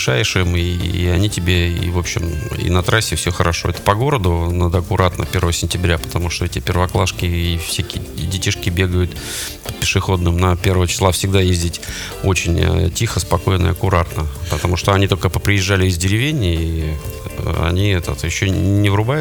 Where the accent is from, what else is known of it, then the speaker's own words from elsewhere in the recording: Russia; born there; все мы родились в России, в Советском Союзе